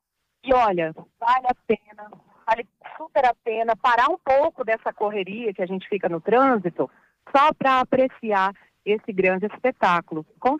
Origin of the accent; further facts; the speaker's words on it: Campo Grande, Mato Grosso do Sul, Brazil; Eu sou muito apaixonada pela cidade morena, pela minha terra natal